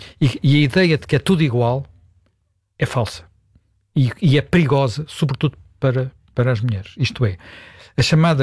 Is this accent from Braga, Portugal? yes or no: no; Lisbon, Portugal; born there